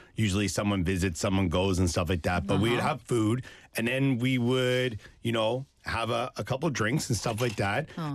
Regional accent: Canada; moved away; where I'm from Canada anyway

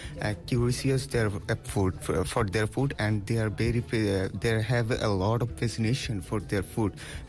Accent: Bangladesh; English is a second language; Actually, I'm from Bangladesh, and which is a southern part of our Asia, and it's a very beautiful country, an exploring country, and it's a very famous for their food and their festival.

